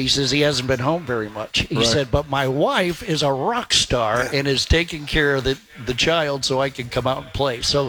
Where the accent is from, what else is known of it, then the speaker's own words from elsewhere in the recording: Ohio, United States; as a kid growing up in Ohio